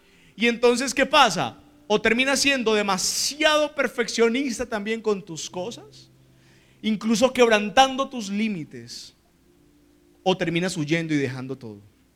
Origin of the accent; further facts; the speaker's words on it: Puerto Rico, Caquetá, Colombia; now in Medellín, Colombia; yo de 10 años yo andaba por ese pueblito. Los que no saben, yo soy de Puerto Rico, Caquetá, del sur del país.